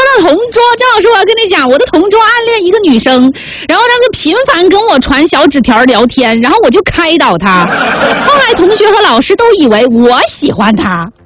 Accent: Chongqing, China; moved away as an adult; 大学毕业之后我就先回到我的老家，回到重庆

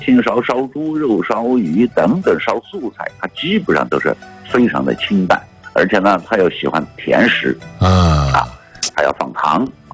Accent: Sichuan, China; 我们四川人

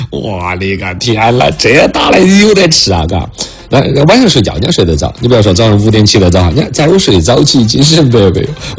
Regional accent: China; 为啥子我们中国人说起都有点印象呢？

